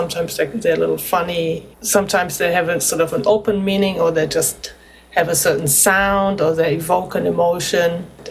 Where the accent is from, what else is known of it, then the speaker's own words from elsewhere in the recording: Germany; moved away as an adult; also born or lived in London; now in Brooklyn, United States; I grew up in Germany, in a small town in Germany, but left pretty soon after finishing high school. I moved to London